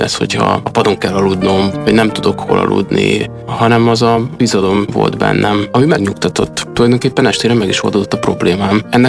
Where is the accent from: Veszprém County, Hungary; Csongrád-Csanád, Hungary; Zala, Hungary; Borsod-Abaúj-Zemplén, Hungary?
Csongrád-Csanád, Hungary; Szeged; moved away; also born or lived in Budapest; Én szegedi származású vagyok, és úgy jöttem föl Szegedről Budapestre